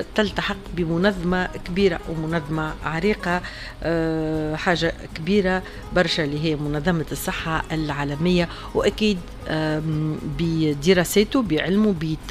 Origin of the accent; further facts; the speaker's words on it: Tunisia; قديش مفتخرة أنا كتونسية بالأسماء التونسية اللي ديما اتنورنا.